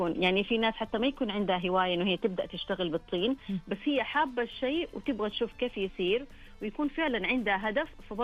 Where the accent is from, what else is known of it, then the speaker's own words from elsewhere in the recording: Saudi Arabia; أقدر أقول لك هوية بلادي المملكة العربية السعودية بكبر مساحتها وتعدد ما شاء الله المناطق اللي فيها.